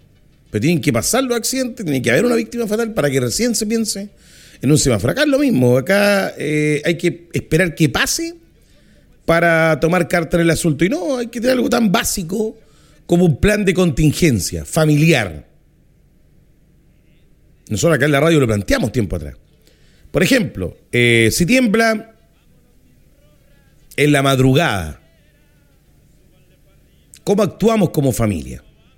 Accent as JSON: {"language": "Spanish", "country": "Chile", "said": "como buen chileno, siempre dejando a última hora. Aquí en Chile"}